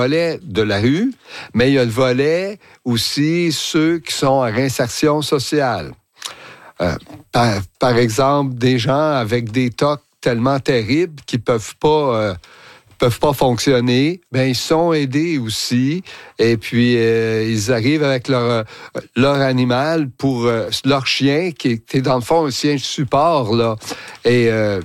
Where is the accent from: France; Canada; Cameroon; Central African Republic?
Canada; Sainte-Adèle, Quebec; tu sais, pour moi, je viens de Sainte-Adèle